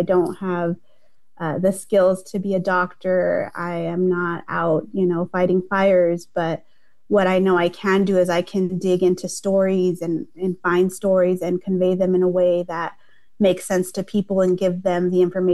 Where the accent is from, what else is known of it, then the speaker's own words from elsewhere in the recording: Tucson, Arizona, United States; I was born and raised in Tucson